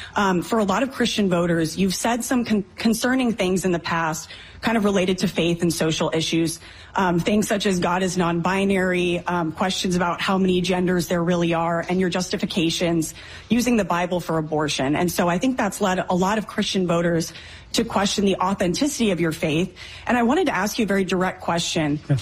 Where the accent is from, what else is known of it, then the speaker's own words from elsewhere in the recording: Round Rock, Texas, United States; I'm actually from Round Rock, so County.